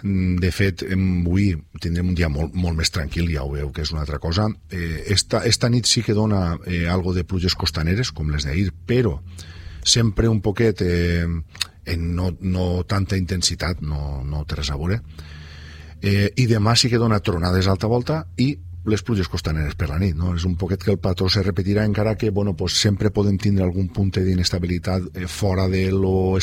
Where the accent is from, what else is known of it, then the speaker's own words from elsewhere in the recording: La Vilavella, Valencian Community, Spain; now in Benicàssim, Spain; visc en Benicàssim, encara que soc de Vilavella, però visc en Benicàssim